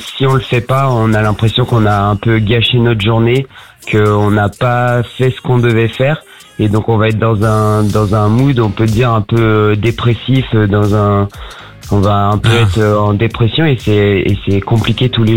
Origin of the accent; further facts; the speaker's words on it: Lyon, Auvergne-Rhône-Alpes, France; Moi, je viens du côté de Lyon.